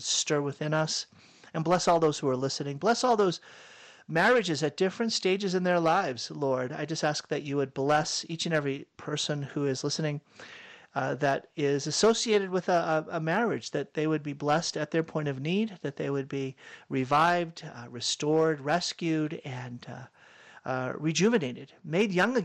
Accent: Boston, Massachusetts, United States; Growing up in Boston, the humidity was horrific.

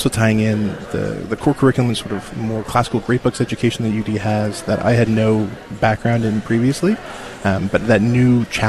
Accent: Austin, Texas, United States; moved away as an adult; now in Dallas, United States; I grew up in Austin. I'm from Austin area originally.

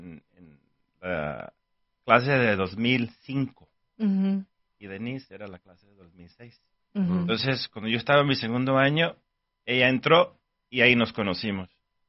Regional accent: Nayarit, Mexico; Yo soy de México.

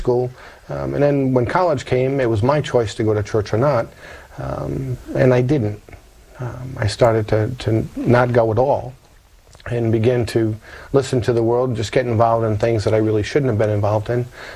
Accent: Rhode Island, United States; Well, I was brought up Catholic in Rhode Island, one of five children of my parents

